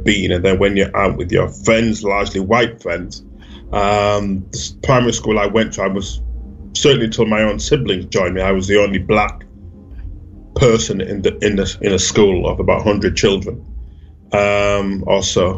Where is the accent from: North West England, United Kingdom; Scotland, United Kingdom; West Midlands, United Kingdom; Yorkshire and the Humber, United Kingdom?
Yorkshire and the Humber, United Kingdom; Bradford; I was born and brought up in Bradford, West Yorkshire.